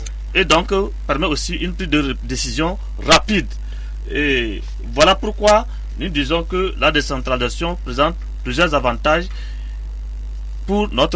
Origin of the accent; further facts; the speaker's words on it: Togo; notre pays le Togo